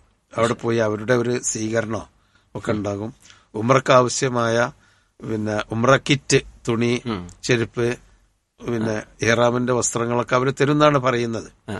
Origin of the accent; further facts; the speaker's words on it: Kerala, India; ഞങ്ങൾ രണ്ടുപേരുമാണ് കേരളത്തിൽ നിന്നായിട്ട് അറിയപ്പെട്ടത്.